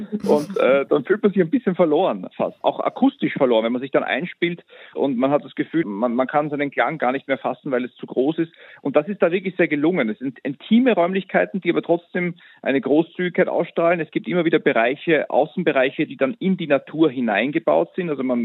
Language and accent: German; Vienna area, Austria; Ich denke da auch oft, auch in meiner Heimat rund um Wien gibt es das wunderbare Festival Grafeneck